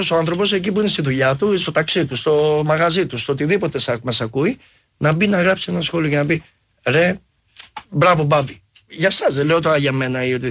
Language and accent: Greek; Amaliada, Western Greece, Greece; Από την Αμαλιάδα. Βασικά με την Κυλλίνη. Ψαροχώρη της Κυλλίνης.